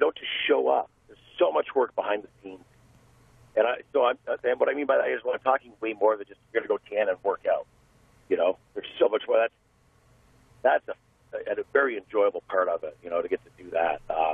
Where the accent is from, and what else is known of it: Windsor, Ontario, Canada